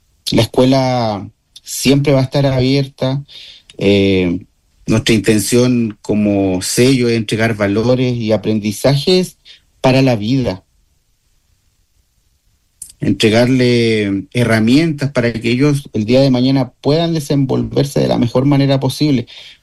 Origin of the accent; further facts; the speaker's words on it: Talca, Maule, Chile; now in Quillagua, Chile; De Talca, y yo llegué el año 2013 a la comuna de María Elena a trabajar. Y ahí ejercí hasta el año 2023. Y ya el 2024 asumí en Quillagua, 24, 25, y este es mi tercer año.